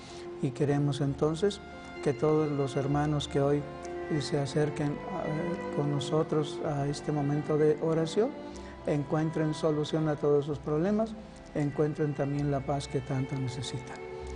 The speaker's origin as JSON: {"language": "Spanish", "town": "Irapuato", "region": "Guanajuato", "country": "Mexico", "tie": "born or raised there", "said": "Ándale, mi tierra."}